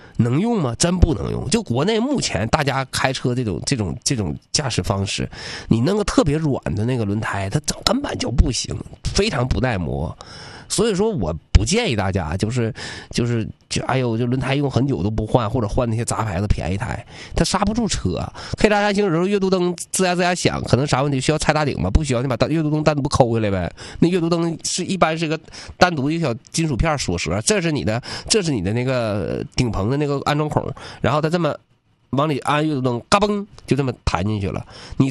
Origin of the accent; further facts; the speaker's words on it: Changchun, Jilin, China; 我长春人，我必买速腾，毫无疑问啊！而且就是我作为长春人的情怀，我不支持一汽，谁支持一汽？我作为长春人不支持一汽，谁支持